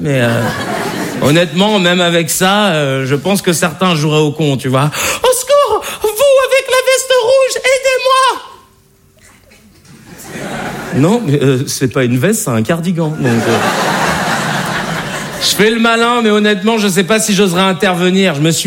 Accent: Paris, Île-de-France, France; Je vais me présenter très rapidement. Vous savez, j'ai grandi à Paris dans le 19e, et ensuite j'ai déménagé dans une ville qui s'appelle Arcueil, au sud de Paris.

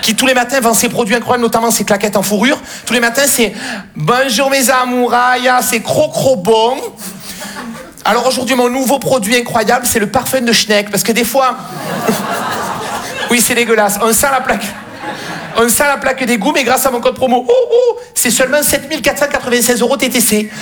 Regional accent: Marseille, Provence-Alpes-Côte d'Azur, France

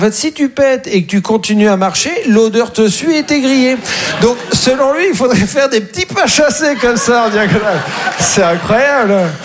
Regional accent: Caen, Normandy, France; moi, je viens de Caen, en Normandie.

